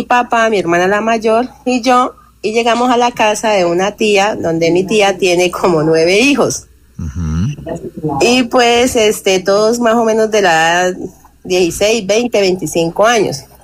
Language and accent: Spanish; Bucaramanga, Santander, Colombia; born there; also born or lived in Meta, Colombia; now in Piedecuesta, Colombia; Yo soy del departamento del Meta. Uh-huh. Y cuando tenía como 16 años, mi papá, a nosotros nos trajeron para Bucaramanga, bueno. Y cuando teníamos como, a mí me trajeron de 8 años y cuando tenía como 16 años, a mí me llevaron otra vez a Villavicencio a visitar la familia porque siempre mi familia es de allá del llano.